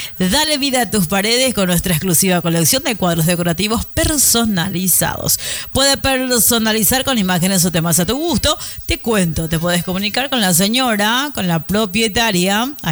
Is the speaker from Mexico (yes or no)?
no; Paraguay; Como paraguayos que somos y paraguayas que somos también.